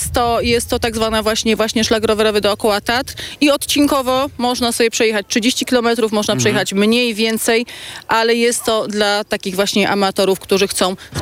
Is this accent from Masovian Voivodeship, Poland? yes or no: no; Lesser Poland, Poland; U nas w Tatrach mamy kilka szlaków, po których można się poruszać na rowerach.